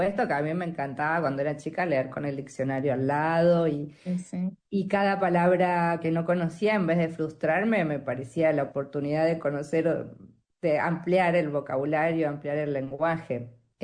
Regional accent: Argentina; yo digo las provincias porque como yo soy provinciana

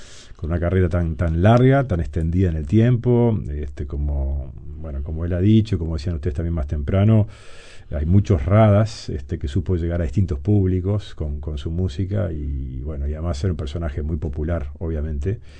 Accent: Uruguay

